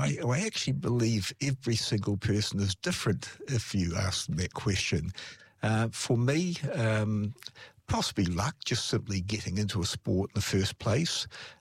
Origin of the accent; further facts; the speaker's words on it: Christchurch, Canterbury, New Zealand; as you gathered by my voice, I'm Kiwi. I'm born and bred in Christchurch here. I've done a lot of travelling, so I have been away from Christchurch, but this is my home.